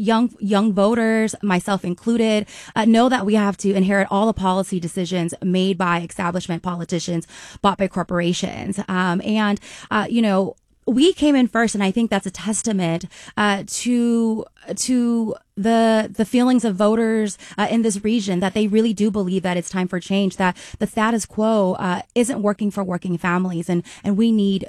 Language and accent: English; Sacramento, California, United States; I was born and raised in South Sacramento. I am the proud daughter of Hmong refugees.